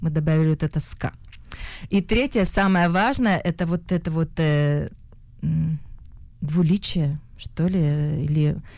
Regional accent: Russia; accent: Russian; И во время театрального училища я даже пыталась исправить свой русский акцент.

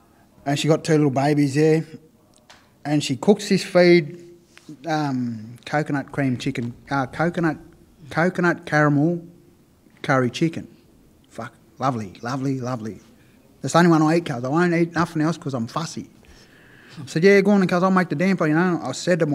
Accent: New South Wales, Australia; moved away; I'm from New South Wales, so I've got no one down here.

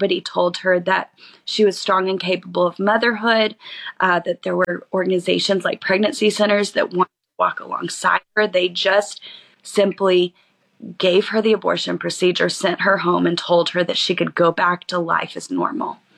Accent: Oklahoma City, Oklahoma, United States; born there; My birth mother lived in Oklahoma, so I was born in Oklahoma City, adopted by Texans.

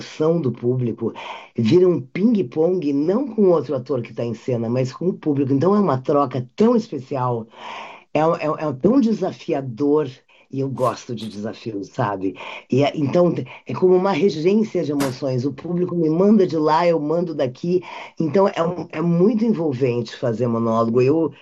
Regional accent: Rio Grande do Sul, Brazil; now in São Paulo, Brazil; Nós somos gaúchos. Ele veio para o Rio, eu fui morar em São Paulo, e nós nunca tínhamos trabalhado juntos.

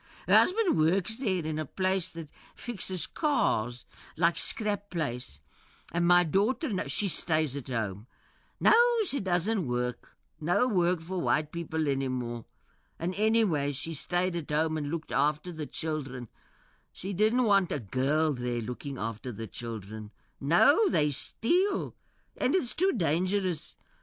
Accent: Standerton, Mpumalanga, South Africa; You see, we came from Standerton. Yeah, it's far away.

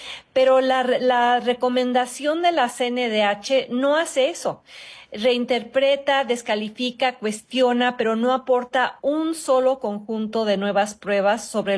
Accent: Mexico; moved away; aunque esté fuera de México, siempre tengo la mirada y el corazón puesto en mi país.

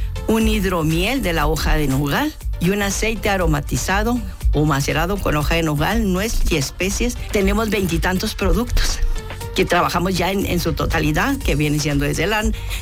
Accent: Rosales, Chihuahua, Mexico; yo soy de Rosales, Chihuahua, y tenemos unas nogaleras

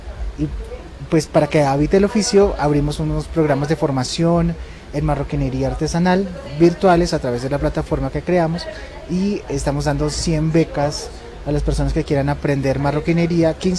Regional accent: Arauca, Colombia; Yo soy de Arauca, nací y crecí en Arauca, y pues ahí empezó todo.

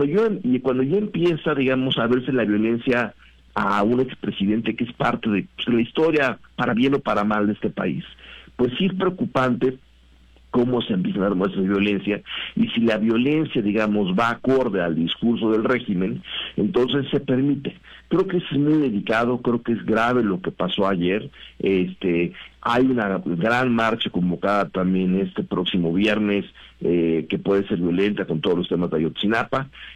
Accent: Mexico; Y creo que es una línea que, como mexicanos unos contra otros, aunque pensemos muy distinto, no se debe de cruzar.

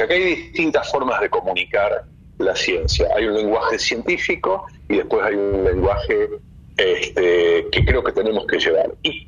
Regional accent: Rosario, Santa Fe, Argentina; Yo soy de Rosario, elegí volver acá.

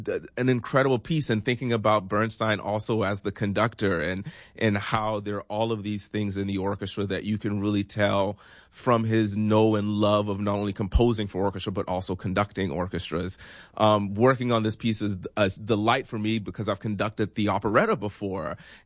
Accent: Georgetown, South Carolina, United States; I'm originally from Georgetown, South Carolina. Grew up as a gospel pianist, actually.

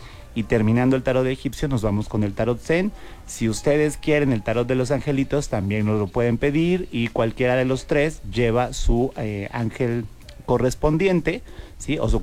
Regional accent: Orizaba, Veracruz, Mexico; yo vengo de Orizaba y está más o menos el mismo clima, así como que nubladito

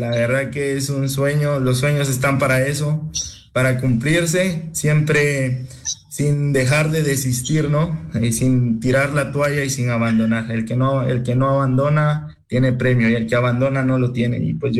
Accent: Guatemala; porque sabemos muy bien de que somos guatemaltecos y tenemos esa obligación de representar bien a nuestro país en donde estamos.

